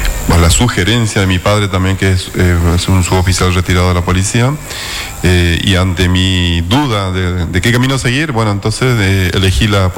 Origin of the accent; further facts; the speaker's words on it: Presidencia Roque Sáenz Peña, Chaco, Argentina; born there; estudié piano cuando era chico en Sáenz Peña